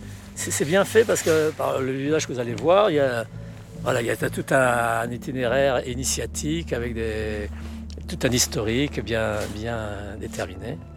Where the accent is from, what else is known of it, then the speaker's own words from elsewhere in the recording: Pyrenees, France; Je suis né dans les Pyrénées, j'ai skié trois fois par semaine dans les Pyrénées pendant 15 ans.